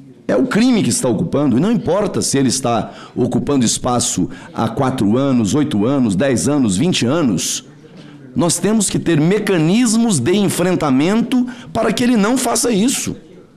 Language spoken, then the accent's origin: Portuguese; Rondônia, Brazil; é um problema que chegou lá no meu estado de Rondônia.